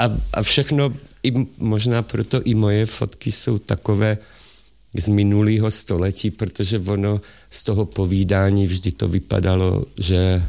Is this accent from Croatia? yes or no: no; southern Slovakia, Slovakia; born there; first language Hungarian; Czech is a second language; protože doma jsme mluvili maďarsky, my jsme byli odsunutí za dekrétu. Takže jsme někde skončili na hranicích Jižního Slovenska s Maďarskem. Babička říkala, že tam je vysadili, poslali do pole a tam jsme byli a tam jsem se narodil já.